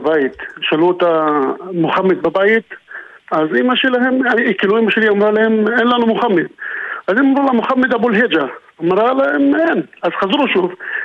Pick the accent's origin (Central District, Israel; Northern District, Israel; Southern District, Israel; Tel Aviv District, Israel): Northern District, Israel; Tamra; אז אוקיי, אני באתי מעיר תמרה, אני כמה שנים כיהנתי וניהלתי את המטה הערבי ביש עתיד